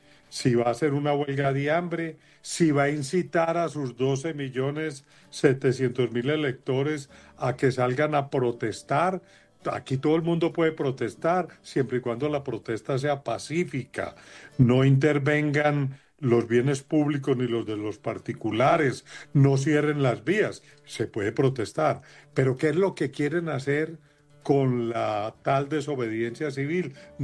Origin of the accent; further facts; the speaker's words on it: Colombia; somos los colombianos